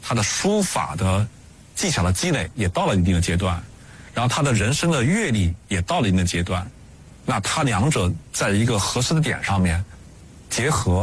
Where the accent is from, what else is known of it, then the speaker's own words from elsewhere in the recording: China; 啊，我们中国人啊会认为这个冬春之交呢，它是一个非常重要的时刻